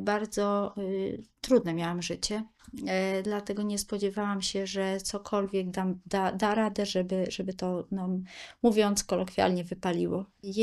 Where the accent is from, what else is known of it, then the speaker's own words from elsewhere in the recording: Greater Poland Voivodeship, Poland; województwie, gdzie pochodzę z Wielkopolski, więc i tam poszukiwałam w różnych miejscach, na wioskach, w miasteczkach czy w dużych miastach.